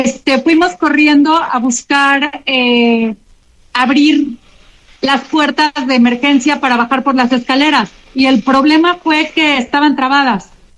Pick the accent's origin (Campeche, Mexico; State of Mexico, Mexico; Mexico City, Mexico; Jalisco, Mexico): Mexico City, Mexico; Yo soy de la Ciudad de México, de la Condesa, o sea, Híjole. Sé lo que son los terremotos.